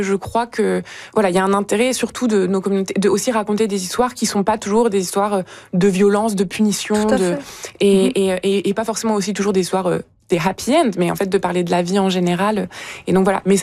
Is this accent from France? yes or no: yes; France; Je dis du coup parce que je suis française